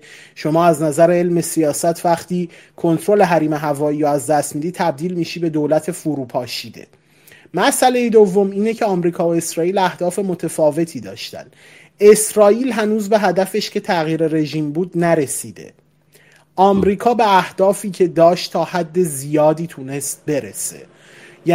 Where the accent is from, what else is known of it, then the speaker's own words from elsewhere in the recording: Iran; خب من به عنوان یه ایرانی خودم اصلا و بعدا موافق هیچ گونه تجاوز و حمله علیه خاک ایران نبودم و نیستم